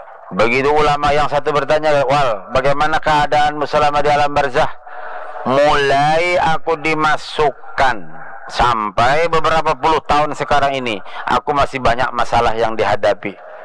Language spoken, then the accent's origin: Indonesian; South Kalimantan, Indonesia; first language Banjar; kalau bahasa kami Banjar apa itulah